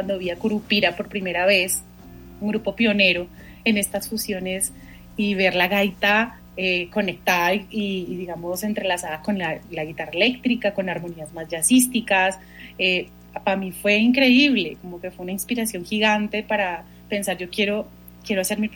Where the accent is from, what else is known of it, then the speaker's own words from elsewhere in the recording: Santa Marta, Magdalena, Colombia; moved away; como crecí en Santa Marta